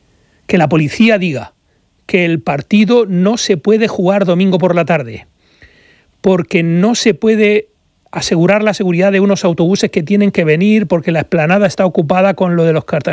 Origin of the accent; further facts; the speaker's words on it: Torre Pacheco, Region of Murcia, Spain; fiesta en mi pueblo, en Torre Pacheco